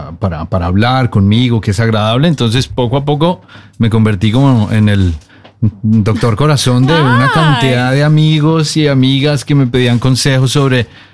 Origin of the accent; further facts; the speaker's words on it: Bogotá, Colombia; now in Norway; yo soy colombiano, soy de Bogotá. Y a través de los años, cuando llegamos acá, empezamos a hacer nuestro grupo de amigos